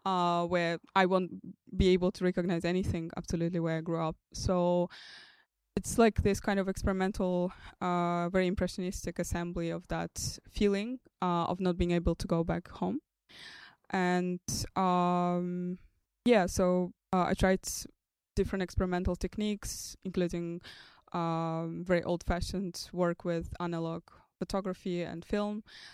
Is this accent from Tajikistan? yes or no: yes; Dushanbe, Tajikistan; it's like an experimental portrait of collective memory of my hometown, Dushanbe, which does not exist anymore the way I remember it, or my generation remembers it, because there was like the civil war after the collapse of the Soviet Union